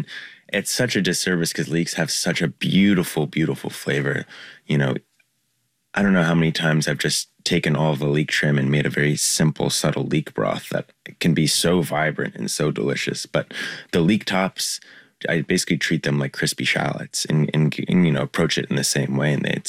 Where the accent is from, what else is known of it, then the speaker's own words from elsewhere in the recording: the South and the Midwest, United States; now in New York, United States; this is kind of an ode to growing up in the South and the Midwest